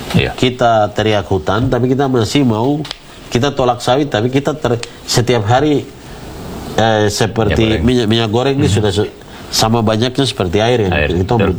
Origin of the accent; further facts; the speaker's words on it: Papua, Indonesia; kita Papua ini